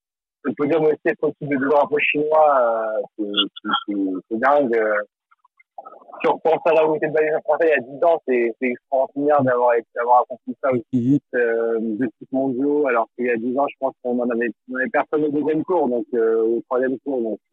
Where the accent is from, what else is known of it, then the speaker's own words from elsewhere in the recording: Betton, Brittany, France; also born or lived in Saint-Grégoire; Moi, je suis de Bétonnette de base